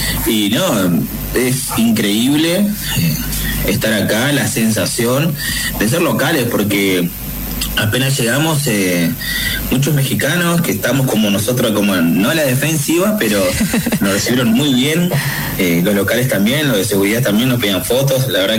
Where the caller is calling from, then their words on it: Concordia, Entre Ríos, Argentina; Yo soy de Concordia, de ahí de Concordia, vine con 3 amigos de Paraná